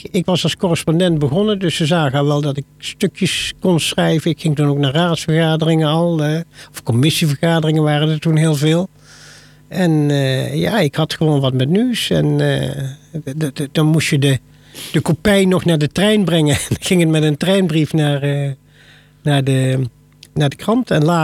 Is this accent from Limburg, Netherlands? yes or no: no; Duiven, Gelderland, Netherlands; Ik ben opgegroeid in Duiven bij Arnhem in Gelderland. Een lieflijk dorpje, maar dat werd een Finex-wijk.